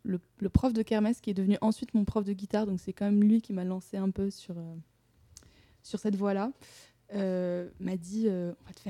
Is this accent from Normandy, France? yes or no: no; Île-de-France, France; moved away as an adult; also born or lived in United States; now in Toulouse, France; Alors je suis originaire du 92 en Île-de-France. Où j'ai grandi pendant jusqu'à début vingtaine, avant de partir vivre 2 ans aux États-Unis. Et je suis revenue m'installer à Toulouse. Donc je vis à Toulouse actuellement.